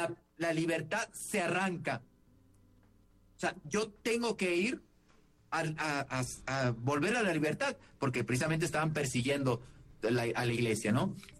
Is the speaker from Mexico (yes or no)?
yes; Mexico; yo soy mexicano y mi abuelo fue cristero, fue uno de los jovencitos católicos bien formados.